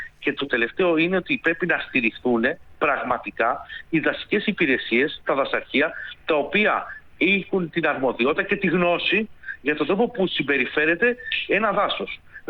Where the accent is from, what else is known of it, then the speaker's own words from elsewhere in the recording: Attica, Greece; Τυχαίνει, όπως γνωρίζετε, είμαι από την Ανατολική Αττική και ειδικότερα από αυτό το κομμάτι της Ανατολικής Αττικής